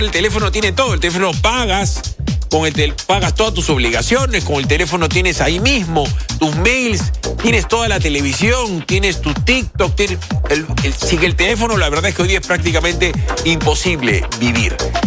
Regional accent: Peru; Pero acordate, tigrillo, que nosotros somos peruanos, Messi argentino.

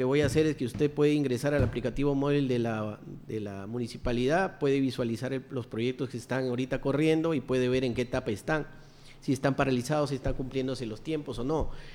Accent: Chiclayo, Lambayeque, Peru; Regresé a Chiclayo, yo soy chiclayano, ¿no? Vivo en La Victoria, distrito donde siempre he vivido y sigo viviendo.

